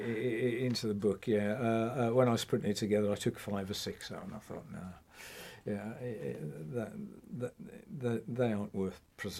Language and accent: English; West Midlands, United Kingdom; accent: Black Country; And I was born on the Saltwells Estate, just across the other side of the woods from where we are now in the Merry Hill Centre. So it was very Black Country